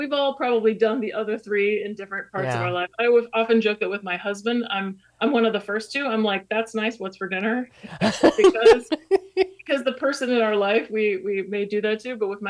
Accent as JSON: {"language": "English", "region": "California", "country": "United States", "tie": "born there", "said": "I was born in California"}